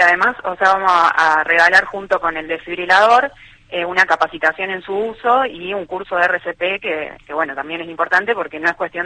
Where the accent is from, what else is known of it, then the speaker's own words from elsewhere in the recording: Rosario, Santa Fe, Argentina; yo soy de Rosario